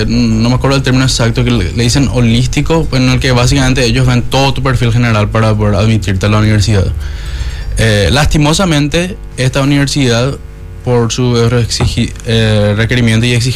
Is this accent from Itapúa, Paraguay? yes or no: no; Luque, Central, Paraguay; Yo soy de Luque, por cierto